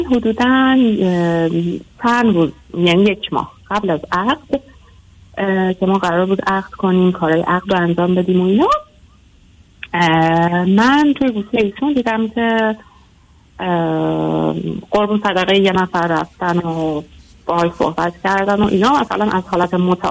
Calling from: Iran; من از ایران هستم.

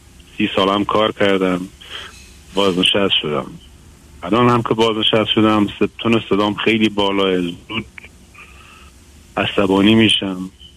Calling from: Iran; من از ایران هستم، از ایران زنگ میزنم. 56 سالمه، فرزند سوم خانواده هستم.

